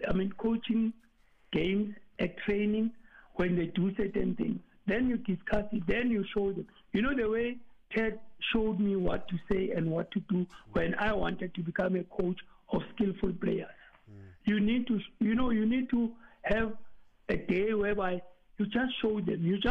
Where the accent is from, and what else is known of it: South Africa